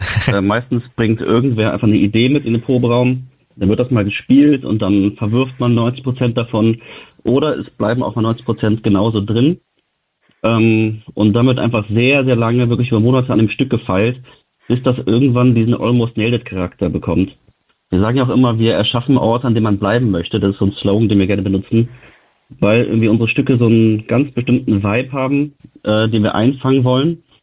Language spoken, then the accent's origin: German; Bonn, North Rhine-Westphalia, Germany; ich bin der Schlagzeuger der Band. Wir kommen beide aus Bonn, haben Musik studiert, ich in Osnabrück und Köln.